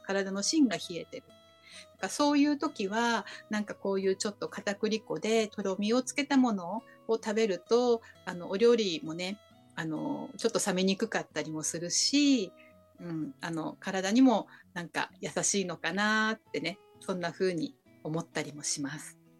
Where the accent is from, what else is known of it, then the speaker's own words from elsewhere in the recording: Nagano, Japan; できれば、地元というか、要するに、長野県の、工務店さんっていう部分で